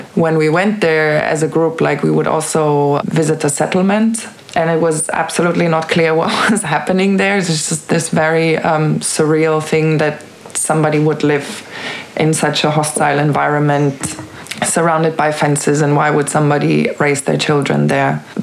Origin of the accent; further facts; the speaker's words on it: Germany; Growing up in Germany is a little bit weird. I'd say, like, I grew up relatively Jewish.